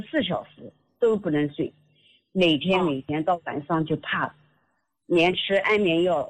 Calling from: Nanjing, Jiangsu, China; 嗯，我是南京的听众

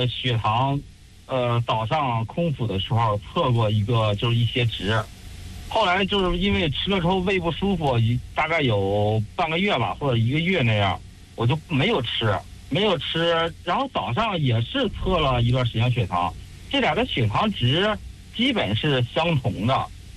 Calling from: Shijiazhuang, Hebei, China; 啊，对，我是石家庄的听众。

